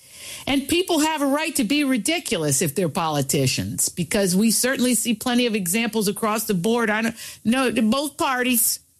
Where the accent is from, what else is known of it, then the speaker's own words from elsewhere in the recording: Appalachia, United States; I'm from Appalachia. Some of my best friends there have different politics from me.